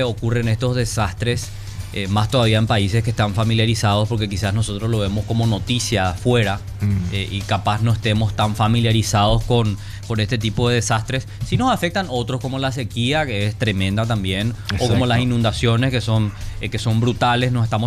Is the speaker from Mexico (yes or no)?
no; Paraguay; como Paraguay, como paraguayo